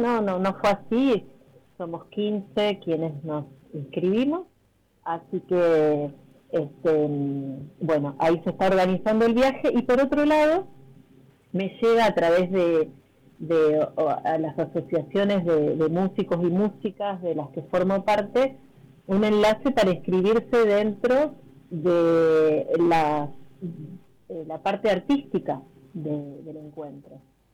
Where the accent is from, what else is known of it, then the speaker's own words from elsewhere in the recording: Villa El Chocón, Neuquén, Argentina; born there; now in Patagonia, Argentina; yo nací en Chocón.